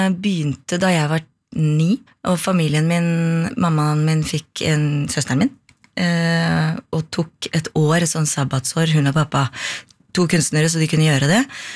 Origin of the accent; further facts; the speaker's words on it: Oslo, Norway; also born or lived in Bazzano Inferiore, Italy; now in Nesodden, Norway; jeg kom jo fra Oslo, så jeg flyttet langt inn på landsbygda i Italia med hester i kjelleren og griser grisehuset utenfor